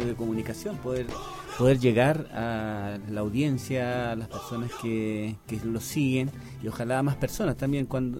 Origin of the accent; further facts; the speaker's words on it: Santiago, Santiago Metropolitan Region, Chile; born there; moved away as an adult; also born or lived in Cusco, Peru / Panguipulli, Chile; now in Yungay, Chile; Yo nací en Santiago, pero el año 2000 ya me fui de Santiago y empecé a recorrer Chile y otros países. Viví en Cusco, también en Perú.